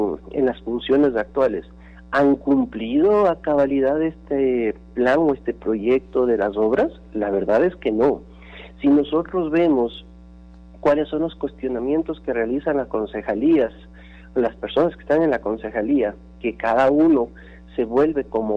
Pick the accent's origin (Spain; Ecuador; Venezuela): Ecuador